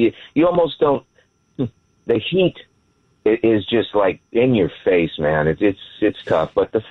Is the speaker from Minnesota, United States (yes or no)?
no; Hawaii, United States; In Hawaii, I grew up in Hawaii.